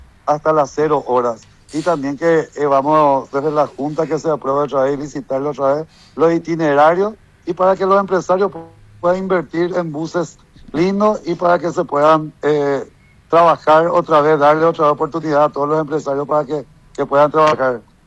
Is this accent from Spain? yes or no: no; Paraguay